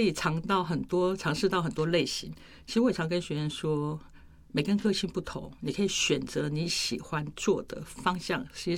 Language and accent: Chinese; Kaohsiung, Taiwan; also born or lived in Tainan; 我是高雄人